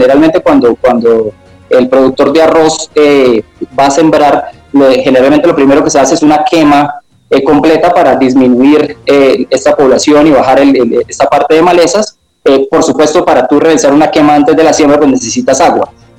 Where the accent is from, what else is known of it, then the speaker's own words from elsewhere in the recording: Bucaramanga, Santander, Colombia; En Bucaramanga, soy de Bucaramanga.